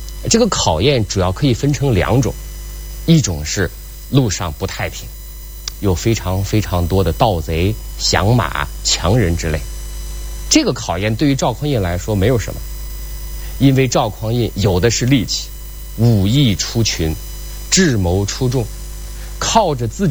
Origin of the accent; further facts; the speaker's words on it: China; 我们中国人是怎么教育子女的？